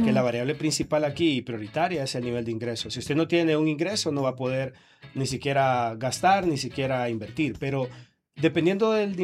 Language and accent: Spanish; Las Colinas, Santa Bárbara, Honduras; moved away; Soy de la ciudad de Las Colinas también.